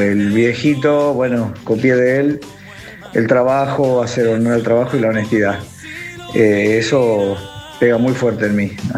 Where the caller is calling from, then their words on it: Pilar, Buenos Aires Province, Argentina; de Pilar.